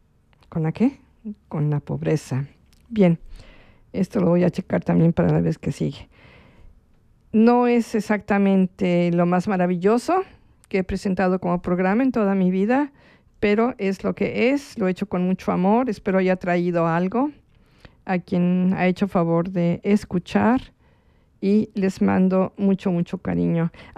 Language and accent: Spanish; Mexico; now in Switzerland; yo soy mexicana